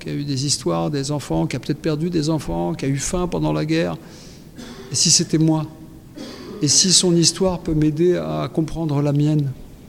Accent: France; born there; c'est-à-dire que je viens d'une famille grec du centre du pays avec des parents immigrés qui ont fait que je suis né en France.

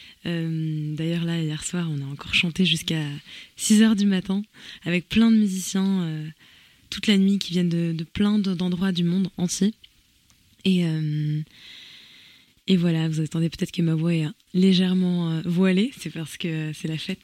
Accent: France; je chante en grec, parce que j'ai grandi en France, mais l'âme de ma voix, j'ai l'impression qu'elle est grecque.

